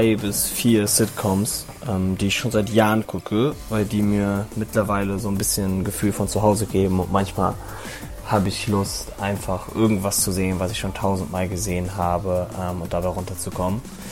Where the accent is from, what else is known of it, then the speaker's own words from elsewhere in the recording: Hamburg, Germany; Ich komme aus dem wunderschönen Hamburg.